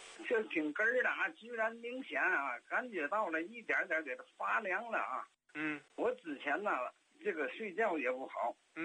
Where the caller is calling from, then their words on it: Tianjin, China; 我是天津的老朋友啊